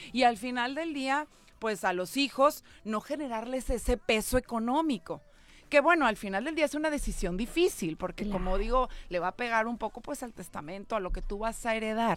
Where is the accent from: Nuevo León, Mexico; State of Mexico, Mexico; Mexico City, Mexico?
Nuevo León, Mexico